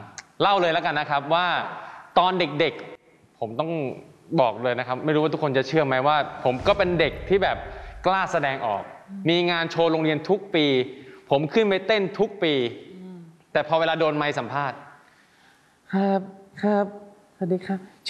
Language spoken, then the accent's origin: Thai; Isan, Thailand; เราเป็นคนอีสานเราก็พูดอีสานไปเลย